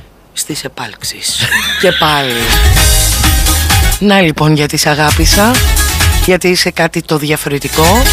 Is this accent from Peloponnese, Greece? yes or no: yes; Peloponnese, Greece; Λατρεύω Αρκαδία, αγαπώ Αρκαδία, κατάγομαι από Αρκαδία.